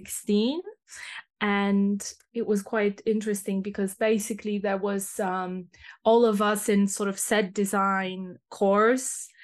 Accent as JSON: {"language": "English", "country": "Poland", "tie": "born or raised there", "also_born_or_lived": "Scotland", "moved": "yes", "lives_now": "England, United Kingdom", "said": "when I was growing up or in high school, I went to see a lot of theater in Poland."}